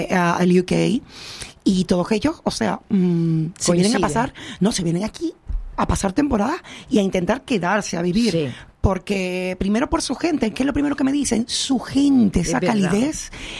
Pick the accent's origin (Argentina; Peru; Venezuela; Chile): Venezuela; moved away as an adult; now in Canary Islands, Spain; Yo soy de Venezuela.